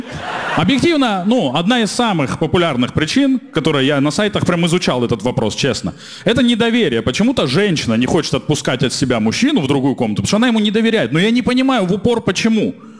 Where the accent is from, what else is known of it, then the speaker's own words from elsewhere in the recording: Rostov-on-Don, Rostov Oblast, Russia; moved away as an adult; now in Moscow, Russia; Так, слушайте, я женат, и так получилось, что я из Ростова, но я уже 5 лет живу и работаю в Москве.